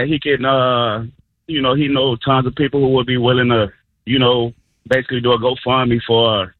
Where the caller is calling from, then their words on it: Lakeland, Florida, United States; So I'm from Lakeland, sir.